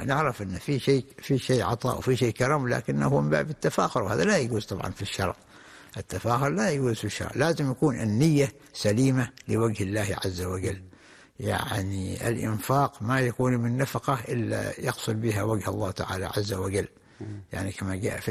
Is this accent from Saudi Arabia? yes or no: no; Oman; وخاصة احنا عندنا في عمان أو في دول منطقة الخليج